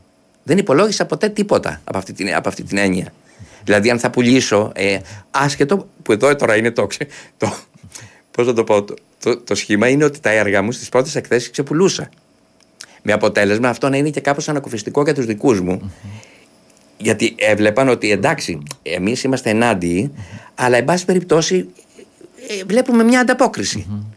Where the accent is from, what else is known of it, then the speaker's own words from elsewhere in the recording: Kefalonia, Ionian Islands, Greece; moved away as an adult; also born or lived in Athens; αισθανόμουν οικία και στην Αθήνα ως Κεφαλονίτης.